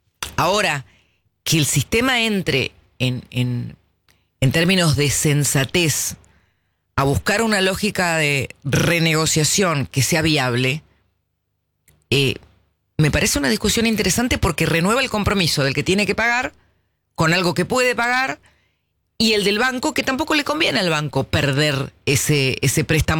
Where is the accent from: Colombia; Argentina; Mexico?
Argentina